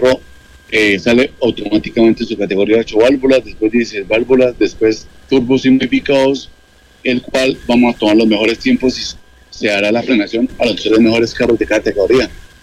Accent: Tunja, Boyacá, Colombia; moved away as an adult; now in Yopal, Colombia; Yo nací acá en Tunja, yo vivo en Yopal, pero yo nací acá en Tunja, yo corro por Casanare

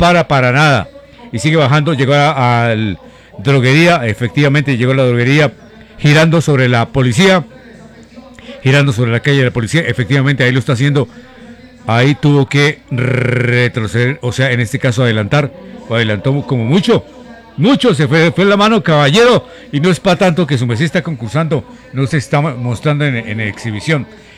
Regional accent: Boyacá, Colombia; somos boyacenses

